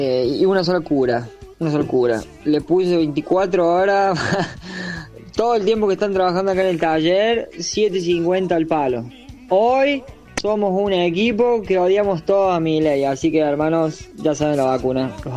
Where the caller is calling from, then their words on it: Córdoba, Argentina; del interior de Córdoba.